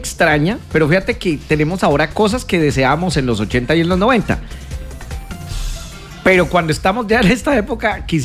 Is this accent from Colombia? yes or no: yes; Colombia